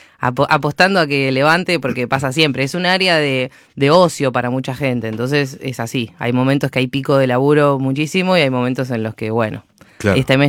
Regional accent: Burzaco, Buenos Aires Province, Argentina; Yo soy de Bursaco y tengo el estudio en Lanús.

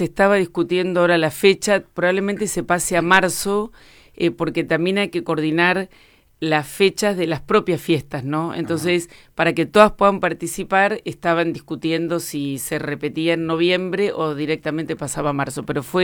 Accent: Bahía Blanca, Buenos Aires Province, Argentina; yo nací en Bahía Blanca, estudié en Bahía Blanca, me casé en Bahía Blanca.

